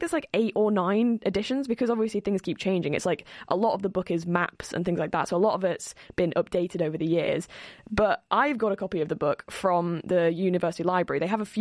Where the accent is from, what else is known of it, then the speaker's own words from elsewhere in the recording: Sheffield, Yorkshire and the Humber, United Kingdom; now in York, United Kingdom; I'm from Sheffield and I say genel.